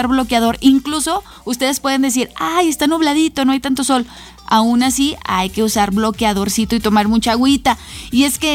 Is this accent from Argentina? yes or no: no; Zacatecas, Mexico; como buenos zacatecanos, pues ahora sí que esperamos